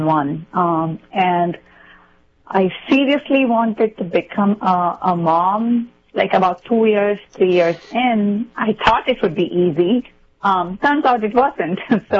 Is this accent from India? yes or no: yes; India; moved away; So I come from India